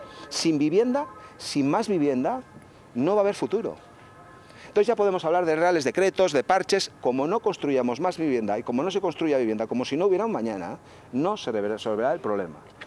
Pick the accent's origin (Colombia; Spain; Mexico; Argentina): Spain; Basque Country; en mi tierra, en Euskadi, en el País Vasco